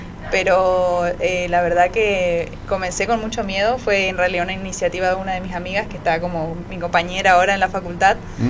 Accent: Jardín América, Misiones, Argentina; moved away as an adult; now in Posadas, Argentina; Yo soy de Jardín América, pero actualmente estoy viviendo en Posadas por cuestiones laborales. Soy licenciada en genética, tengo 28 años

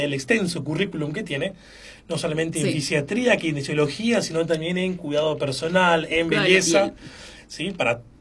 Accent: Argentina; Todas nuestras tradiciones, todas nuestras costumbres, somos Argentina, un crisol de razas no racista, un país que acepta a todos no racistas.

